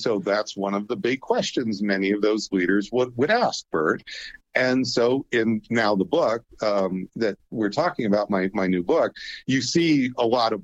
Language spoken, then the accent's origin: English; Erie, Pennsylvania, United States; also born or lived in Pittsburgh; So I'm from Western PA. I'm from Erie, Pennsylvania.